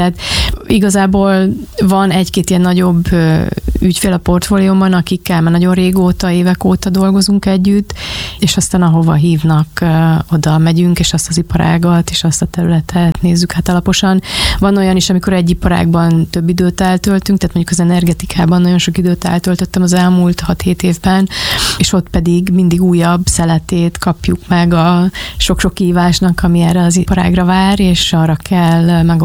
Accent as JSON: {"language": "Hungarian", "country": "Hungary", "also_born_or_lived": "Philippines", "moved": "as an adult", "said": "Itthon vagyok, de nem itthon dolgozok. Tehát hazaköltöztünk a Fülöp-szigetekről"}